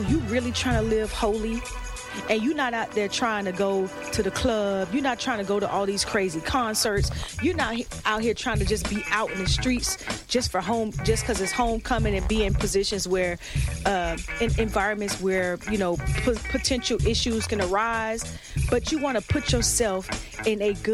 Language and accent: English; Miami, Florida, United States; I'm a girl from Miami, and I was in every party.